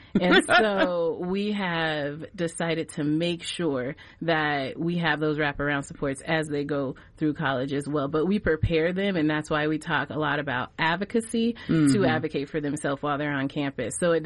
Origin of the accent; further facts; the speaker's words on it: Denver, Colorado, United States; what we grew up with here in Denver. And just in the 90s when we were growing up